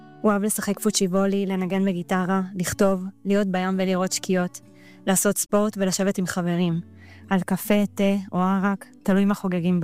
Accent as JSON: {"language": "Hebrew", "town": "Elyakhin", "region": "Central District", "country": "Israel", "tie": "born or raised there", "said": "גדלנו ביחד ביישוב אליכין, ובמהלך השנים, לא משנה לאן כל אחד הלך, בסוף חזרנו הביתה"}